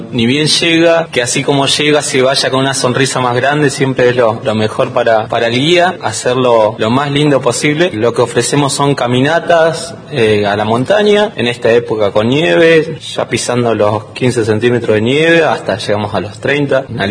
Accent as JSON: {"language": "Spanish", "town": "Sierra Colorada", "region": "Río Negro", "country": "Argentina", "said": "soy de Sierra Colorada, soy guía turístico de la zona."}